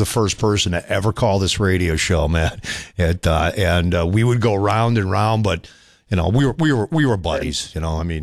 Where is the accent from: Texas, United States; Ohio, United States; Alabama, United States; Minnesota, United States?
Minnesota, United States; Hibbing; I'm from Hibbing. We all graduated 84.